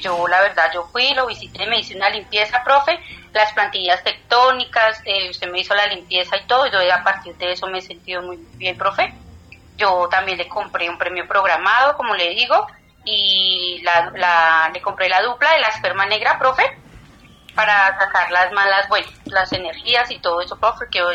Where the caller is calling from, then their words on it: Itagüí, Antioquia, Colombia; De Itagüí, Antioquia.